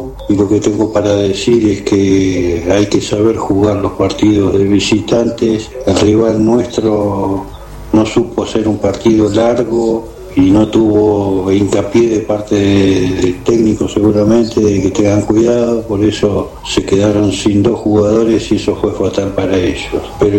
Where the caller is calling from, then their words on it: Los Hornos, Buenos Aires Province, Argentina; de Los Hornos.